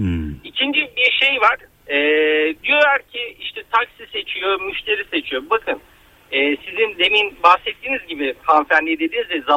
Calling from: Istanbul, Turkey; İstanbul'dan arıyorum sizi.

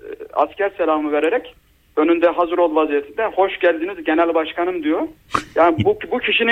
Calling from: Istanbul, Turkey; İstanbul'dan.

